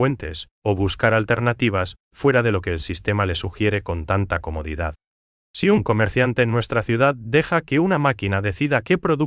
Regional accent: Paraguay

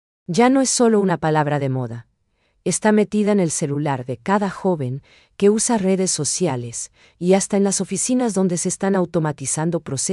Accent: Paraguay; ¿Estamos preparados nosotros como paraguayos para que estas máquinas tomen decisiones por nosotros

